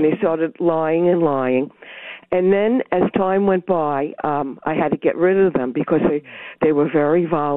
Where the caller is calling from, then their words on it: Fairfield County, Connecticut, United States; I'm calling from Fairfield County.